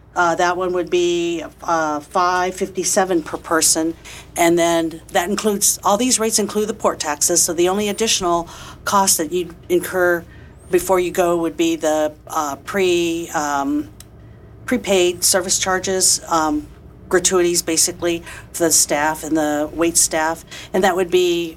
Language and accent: English; Midwest, United States; I grew up in the Midwest